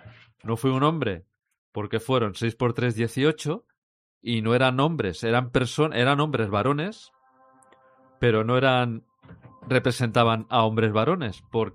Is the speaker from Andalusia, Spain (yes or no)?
no; Catalonia, Spain; Soy catalán y si es gratis, más bueno.